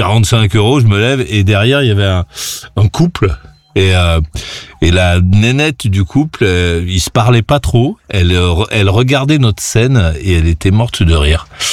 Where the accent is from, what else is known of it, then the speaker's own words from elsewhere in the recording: Coutances, Normandy, France; moi, je sais pas, je suis de Normandie.